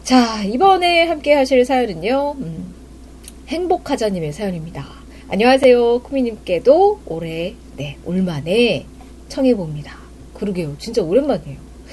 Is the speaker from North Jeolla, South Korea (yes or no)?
no; Seoul, South Korea; 저는 그냥 서울이라서